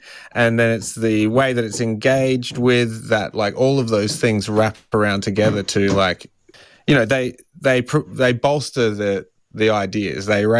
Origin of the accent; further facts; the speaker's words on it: Adelaide, South Australia, Australia; when I was young and growing up in Adelaide.